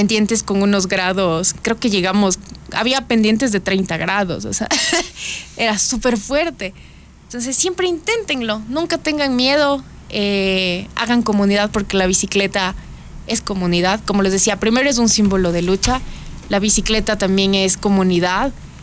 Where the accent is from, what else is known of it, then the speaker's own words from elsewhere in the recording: Puéllaro, Pichincha, Ecuador; Yo soy de Puellar.